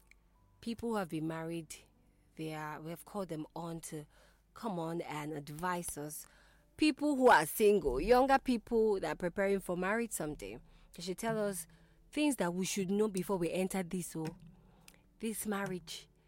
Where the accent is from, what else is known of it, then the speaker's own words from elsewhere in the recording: Imo, Nigeria; I am from Imo State. I married from Enugu.